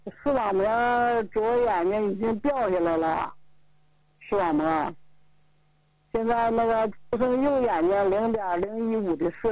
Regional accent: Zunhua, Hebei, China; 遵化市的。

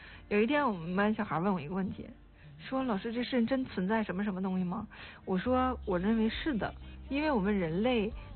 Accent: Northeast China, China; 我们东北人

